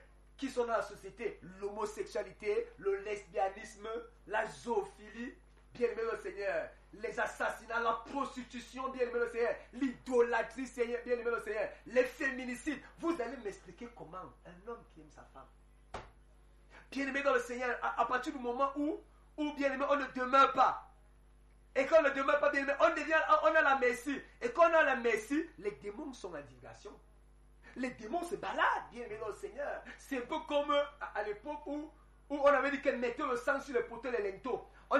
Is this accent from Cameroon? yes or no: yes; Cameroon; Quand on regarde la société aujourd'hui et que je suis Camerounais, j'ai mal.